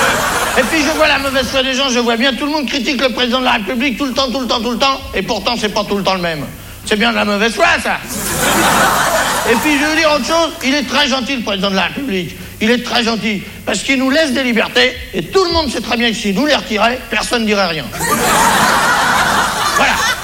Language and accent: French; France; Je suis content d'être français, moi, hein. D'abord parce que je suis français